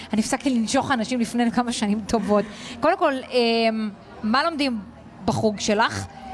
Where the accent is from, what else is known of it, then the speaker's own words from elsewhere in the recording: the Valley, Northern District, Israel; אני גדלתי בעמק. גדלתי ליטרלי בעמק. אני, יש לי רגשות למקום הזה שנקרא העמק.